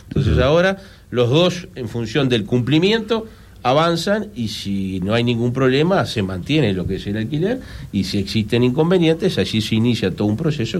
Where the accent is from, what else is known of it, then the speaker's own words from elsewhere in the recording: Canelones, Uruguay; como canarios, entendíamos que algunos temas en el departamento no estaban funcionando bien